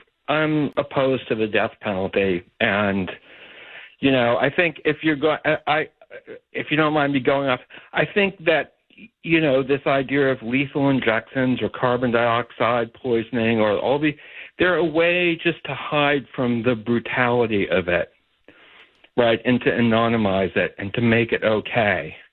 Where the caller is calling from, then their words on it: Concord, Massachusetts, United States; Concord, Massachusetts.